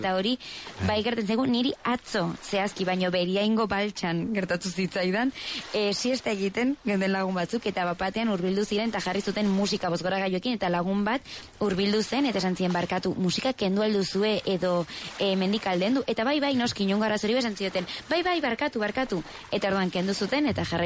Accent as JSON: {"language": "Basque", "town": "Eltzaburu", "region": "Navarre", "country": "Spain", "tie": "born or raised there", "said": "Oso plan polita ere, nire herritik, Eltzaburutik, oinez joaten gara, joan altzara."}